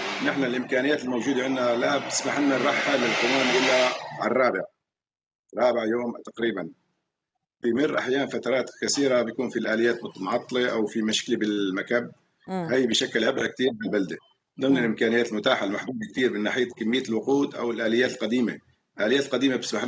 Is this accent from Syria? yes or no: yes; Sheikh Saad, Daraa Governorate, Syria; نحن ببلدة الشيخ سعد